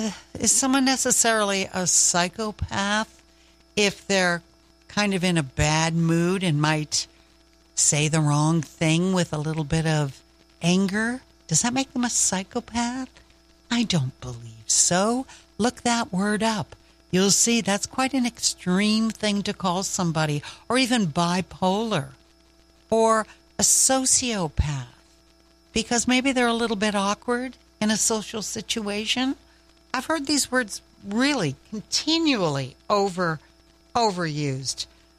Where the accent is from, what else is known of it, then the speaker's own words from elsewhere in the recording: the Maritimes, Canada; Even though I'm from the Maritimes and everything is just about all good, you don't say I'm good, you say I'm well.